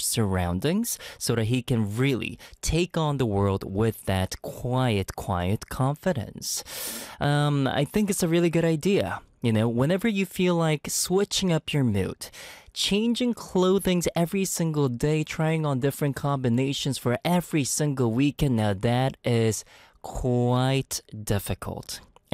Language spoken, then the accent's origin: English; Canada; now in Korea; But me growing up in Canada, I just grew up with it.